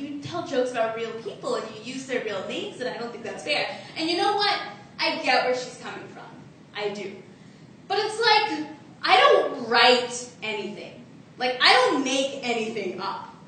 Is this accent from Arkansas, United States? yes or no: yes; Arkansas, United States; So, like Sharoop, I too am an immigrant. I'm from Arkansas. I love to joke about Arkansas, and I especially love to joke about my family.